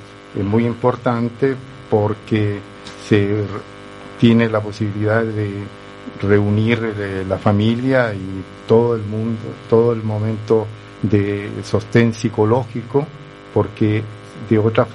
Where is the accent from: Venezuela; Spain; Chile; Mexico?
Chile; moved away as an adult; now in Italy; Sí, yo llegué a Italia solo. O sea, yo salí de Chile a través de la embajada italiana en Santiago, salí con otra persona